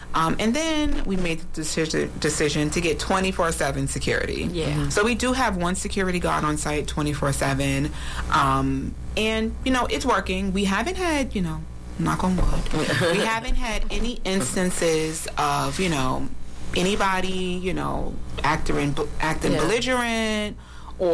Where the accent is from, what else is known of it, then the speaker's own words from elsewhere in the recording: Brooklyn, New York, United States; you know, I'm from Brooklyn.